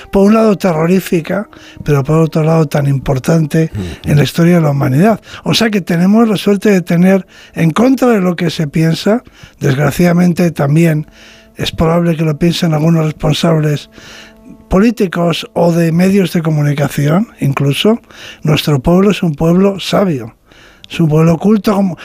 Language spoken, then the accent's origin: Spanish; Spain; he pensado de que somos los españoles un pueblo culto, un pueblo muy culto.